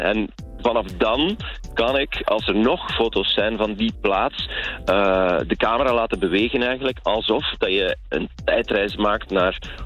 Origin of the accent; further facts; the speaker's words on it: Ghent, Flanders, Belgium; in Gent, waar ik vandaan kom